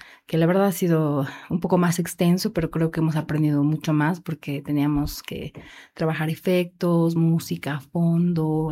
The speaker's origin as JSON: {"language": "Spanish", "region": "La Paz", "country": "Bolivia", "said": "los que estamos sufriendo mucho somos los habitantes de La Paz"}